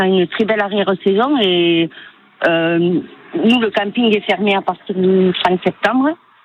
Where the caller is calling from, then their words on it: Le Pouget, Occitanie, France; je ne suis pas au Pouget, je suis du Pouget